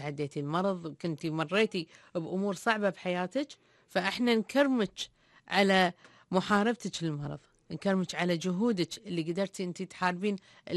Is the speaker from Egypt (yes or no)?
no; Kuwait